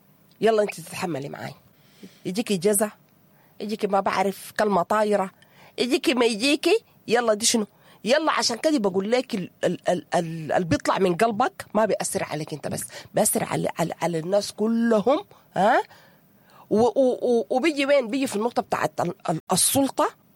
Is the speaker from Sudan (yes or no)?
yes; Sudan; نحن كسودانيين متعودين على الاحتزار